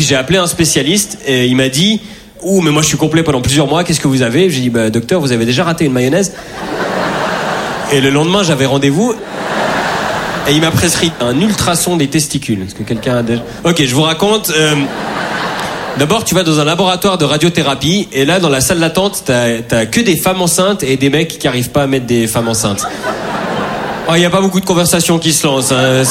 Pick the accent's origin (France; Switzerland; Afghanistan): Switzerland; C'est pas parce que je suis suisse que je peux pas avoir froid, quoi.